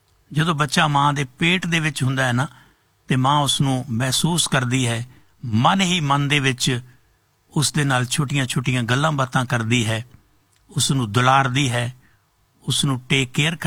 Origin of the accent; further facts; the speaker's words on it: Punjab, India; moved away; ਸਾਡੀ ਵੀ ਕੋਸ਼ਿਸ਼ ਹੁੰਦੀ ਹੈ ਕਿ ਅਸੀਂ ਪੰਜਾਬ ਤੋਂ ਚੱਲ ਕੇ 12-13 ਹਜ਼ਾਰ ਕਿਲੋਮੀਟਰ ਦੂਰ ਬੈਠੇ ਪੰਜਾਬੀ ਭੈਣ ਭਰਾਵਾਂ ਨੂੰ ਉਸ ਪੰਜਾਬ ਦੇ ਬਾਰੇ, ਉਸ ਪੰਜਾਬੀ ਮਾਂ ਬੋਲੀ ਦੇ ਬਾਰੇ